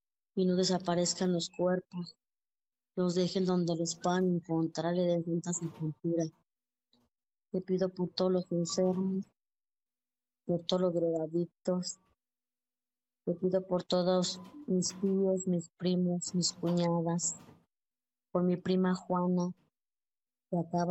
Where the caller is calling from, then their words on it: Ocotlán, Jalisco, Mexico; Soy de Hortalicia, Zaragoza. Hablo de Ocotlán, Jalisco, México.